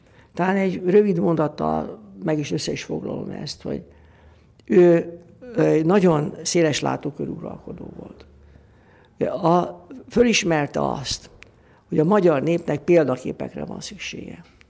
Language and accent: Hungarian; Budapest, Hungary; Én angyalföldön nőttem föl